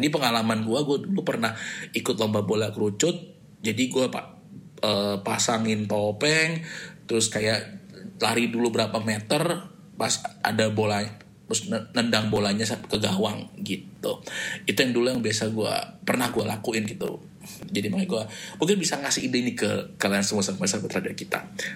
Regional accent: Indonesia; now in Melbourne, Australia; ketika kita berada di tempat asal kita ya di Indonesia

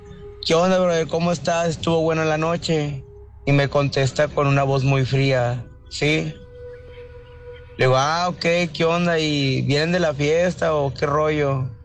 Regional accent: Querétaro, Mexico; Acá mi compañero viene de Puebla, yo soy de Querétaro.

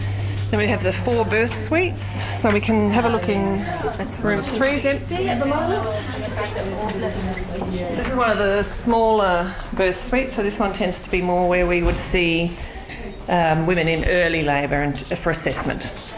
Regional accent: Mount Gambier, South Australia, Australia; I'm from Mount Gambier, so there is a nursing

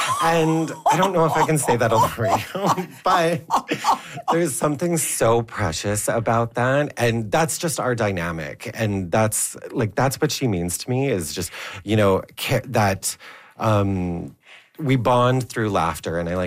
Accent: Hay River, Northwest Territories, Canada; moved away; I'm originally from Hay River in the Northwest Territories, where there are no art galleries. There's no fine art printing facilities.

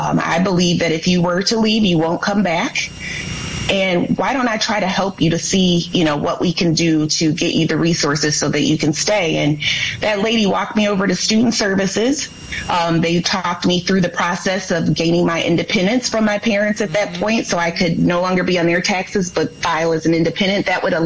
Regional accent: Muskegon, Michigan, United States; also born or lived in Norton Shores, Michigan; So I am born and raised in Muskegon, Michigan. I actually happen to be the only person that lives in West Michigan that is on the statewide ballot this year

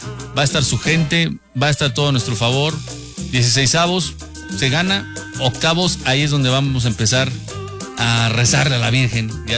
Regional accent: Mexico; Son cosas bonitas que al final nos merecemos como mexicanos, yo creo, porque estamos en un país de la fregada

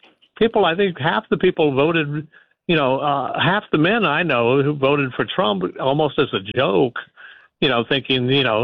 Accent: Oklahoma, United States; I grew up in Oklahoma.

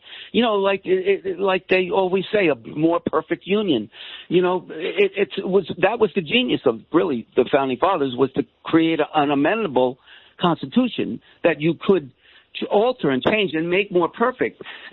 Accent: New York City, New York, United States; I'm a New Yorker. My grandparents were from Europe, and they came through Ellis Island.

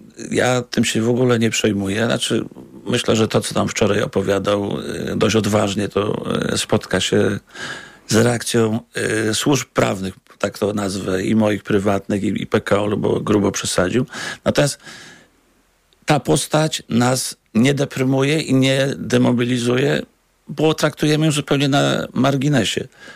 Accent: Wrocław, Lower Silesian Voivodeship, Poland; i pan, i ja jesteśmy z Wrocławia.

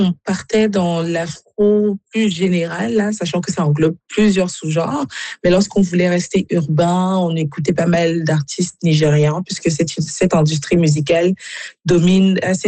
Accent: Cameroon; Donc, moi, je suis originaire du Cameroun, ce qui fait que parfois, on écoutait des sonorités camerounaises.

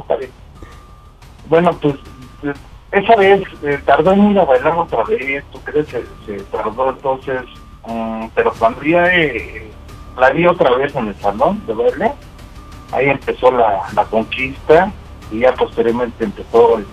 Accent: Mexico City, Mexico; De la Ciudad de México.

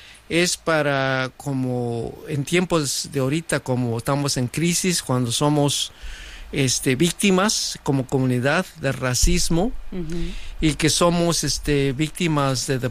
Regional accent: Huajuapan de León district, Oaxaca, Mexico; moved away; Es donde yo nací

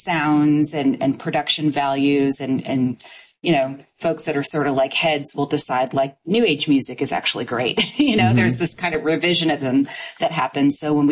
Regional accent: Indiana, United States; moved away; I'm from Southern Indiana.

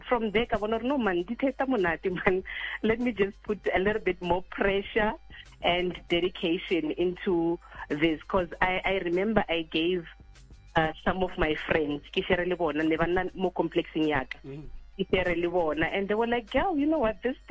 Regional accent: Tzaneen, Limpopo, South Africa; now in Pretoria, South Africa; Kitwa Tzanin, it's not Venda, so I'm Tzanin. I'm from Tzanin.

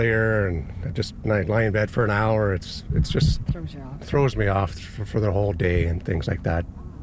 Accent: Ottawa, Ontario, Canada; from Ottawa, Ontario.

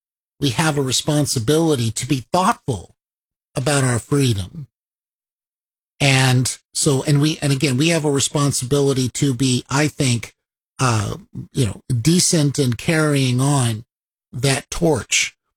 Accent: United States; And especially growing up in America, and you learn about

